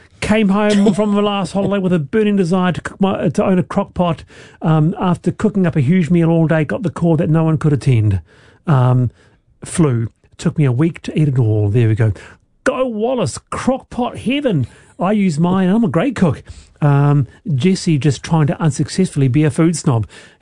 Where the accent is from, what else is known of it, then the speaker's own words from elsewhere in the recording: Manurewa, Auckland, New Zealand; The memories of the late 70s, growing up in Manurewa, flooding back